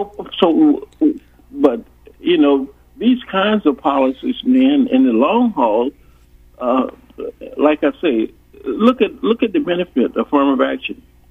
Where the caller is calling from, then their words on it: Georgia, United States; being a Southerner from Georgia